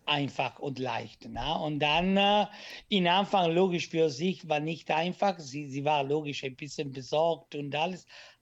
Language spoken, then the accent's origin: German; Italy; German is a second language; moved away as an adult; als Italiener mit weniger Deutsch